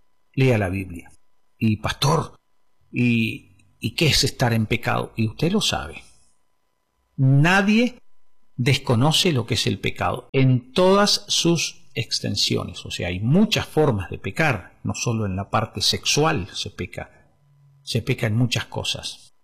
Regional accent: Neuquén, Argentina; also born or lived in Zapala; Y nosotros vivimos aquí desde hace mucho tiempo. En realidad yo soy nacido en Zapala, un pueblito del centro de la provincia de Neuquén. Y aquí estoy, desde Neuquén capital, donde he vivido casi toda mi vida

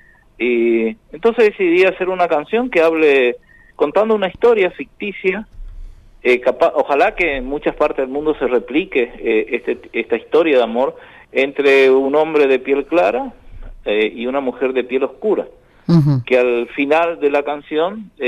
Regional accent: Argentina; born there; como argentino, que nací acá, amo a la Argentina, por supuesto.

